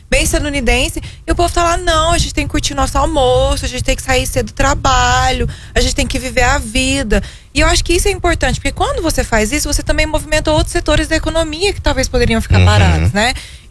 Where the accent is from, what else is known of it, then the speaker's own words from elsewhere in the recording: Brazil; a gente não se adapta como brasileiro